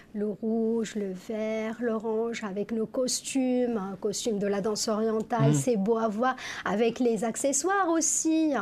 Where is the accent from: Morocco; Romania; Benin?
Morocco; Casablanca, Casablanca-Settat; now in Bergerac, France; C'est ma ville natale.